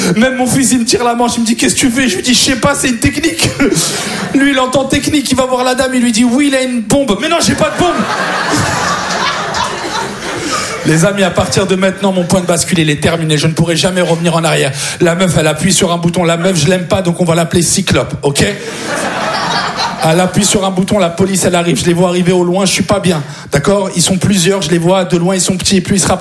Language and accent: French; France; Et là, je raccroche, je lui dis, je suis français.